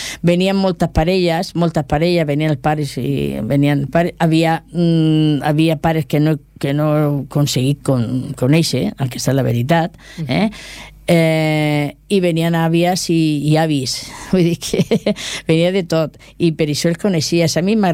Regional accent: Cubells, Catalonia, Spain; accent: Murcian; parlo un català amb accent murcià, però de Lleida. Sembla que soc valenciana.

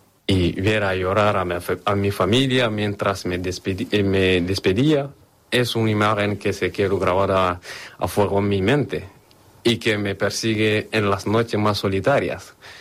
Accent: Mali; moved away as an adult; Cuando me fui de Mali, hace 3 años

